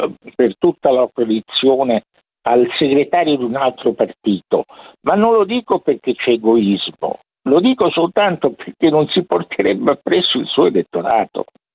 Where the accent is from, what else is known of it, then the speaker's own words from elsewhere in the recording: Rome, Lazio, Italy; Oddio, romano non è un... io sono romano, non è un termine dispregiativo